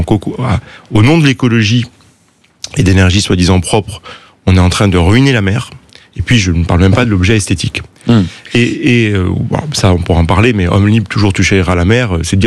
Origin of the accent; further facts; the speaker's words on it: Corsica, France; Non, je suis Corse. J'ai pas de maison en Corse, je suis Corse.